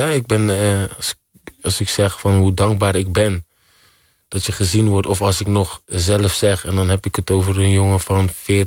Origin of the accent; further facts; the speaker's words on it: Curaçao; ik ben trots dat ik van Curaçao kom.